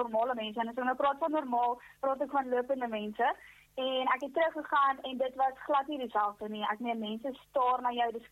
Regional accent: Free State, South Africa; ek is gebore in die Vrystaat, of eintlik maar welkom voor in ons rus area. Ek het daar groot geword, laerskool klaar gemaak, hoërskool klaar gemaak en ja, ken hom al my hele lewe lang Vrystaatse deel, as ek so kan sê.

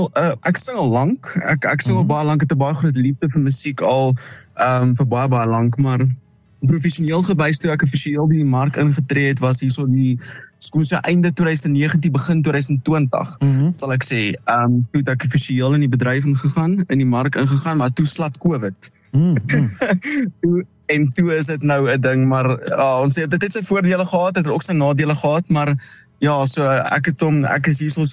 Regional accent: Boksburg, Gauteng, South Africa; ek is hier gebore, ek is hier in Boksburg gebore, ook so van kleins af as ek al hier so, was het nooit geëmigreer of getrek of jy weet wat ook al nie, het was van vroeger jare as ek nou hier so, hierdie kant in die Oosrand.

